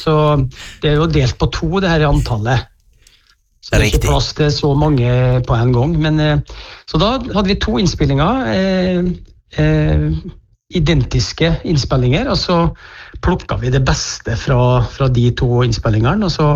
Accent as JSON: {"language": "Norwegian", "town": "Tingvoll", "region": "Møre og Romsdal", "country": "Norway", "tie": "born or raised there", "said": "Det jo en som født og oppvokst på Tingvoll da, ja. På Nordmøre"}